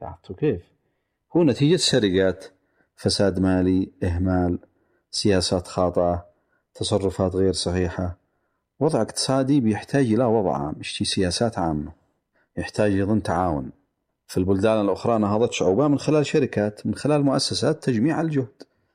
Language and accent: Arabic; Yemen; عندنا في اليمن